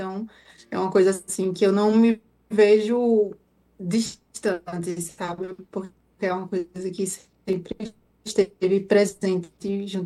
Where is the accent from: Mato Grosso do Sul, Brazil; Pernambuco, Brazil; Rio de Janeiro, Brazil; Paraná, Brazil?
Pernambuco, Brazil; Garanhuns; Não, eu sou de Garanhuns, Pernambuco. Agreste, Pernambuco.